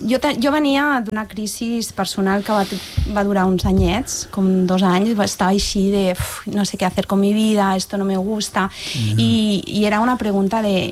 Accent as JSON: {"language": "Catalan", "town": "Barcelona", "region": "Catalonia", "country": "Spain", "said": "Sí, sóc de Barcelona."}